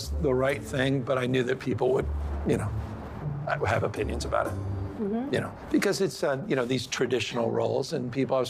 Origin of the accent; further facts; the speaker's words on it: California, United States; As an American, as a father, as a husband, as a guy who grew up in the Bay Area